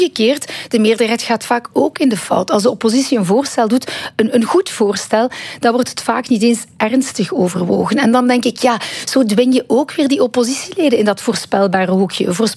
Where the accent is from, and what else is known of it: Ghent, Flanders, Belgium